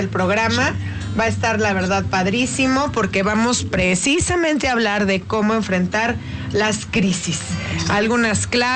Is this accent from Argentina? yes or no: no; Mexico; como mexicanos, tenemos que hacer mucho esto